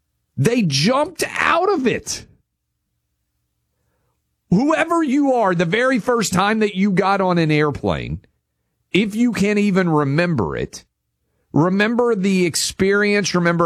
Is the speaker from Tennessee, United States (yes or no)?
yes; Tennessee, United States; Shiloh, in my home state of Tennessee.